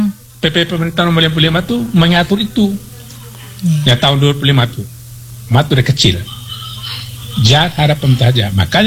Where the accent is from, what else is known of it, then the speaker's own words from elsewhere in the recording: East Nusa Tenggara, Indonesia; adat kita orang Ende Leo